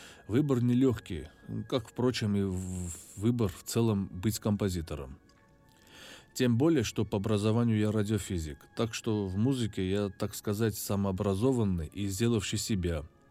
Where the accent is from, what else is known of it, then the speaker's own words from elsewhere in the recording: Yerevan, Armenia; Родился я в Армении, прекрасной северной части страны, городе Ереван.